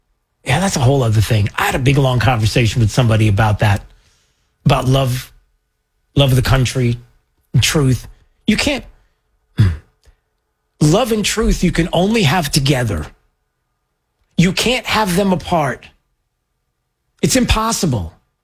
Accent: United States; I still love being an American. I wouldn't want to be anybody else. I want to be an American.

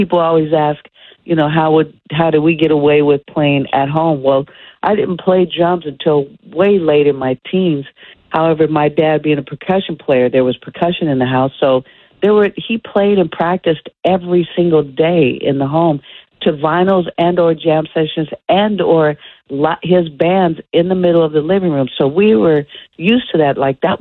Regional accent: Oakland, California, United States; the thing is growing up in, born and raised in Oakland, like, we weren't told that, you know, especially my parents, because of my dad playing, that they never said to me ever, you know, that because I was a girl that I couldn't play. And in the Bay Area

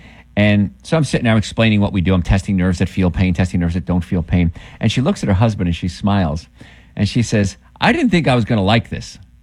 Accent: New Jersey, United States; I grew up in New Jersey with the Hudson River there.

